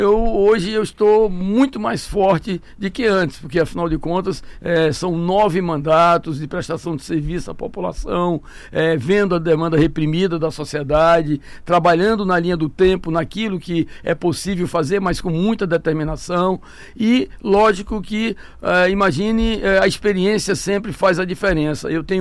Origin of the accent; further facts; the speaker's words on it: Pernambuco, Brazil; moved away; trabalhei como engenheiro agrônomo lá no meu estado, em Pernambuco